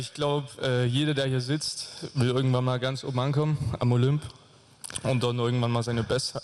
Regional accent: Zwickau, Saxony, Germany; Also ich komme aus Zwickau und in Zwickau gibt es die Plassebahn am Westsachsenstadion.

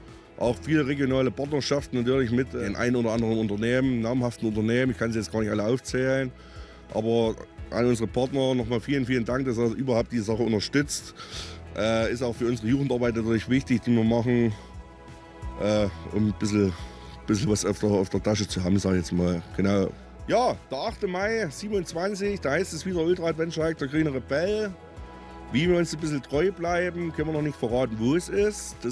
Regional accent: Saxony, Germany; hoffe mal, die Zuschauerinnen und Zuschauer kommen vom Sofa hoch, vom Kanapee, wie wir sagen würden, bei uns im Erzgebirge.

